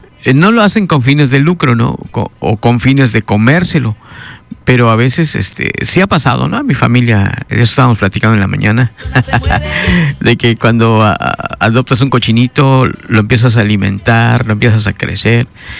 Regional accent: Mexico; Así somos los mexicanos.

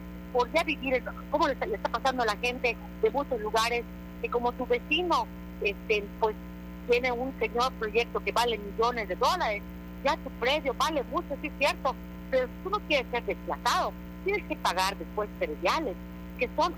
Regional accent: Yucatán, Mexico; yo soy de Yucatán

